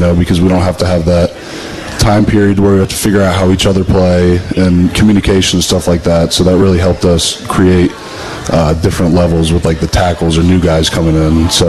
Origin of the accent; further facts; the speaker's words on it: Memphis, Tennessee, United States; I'm from Memphis.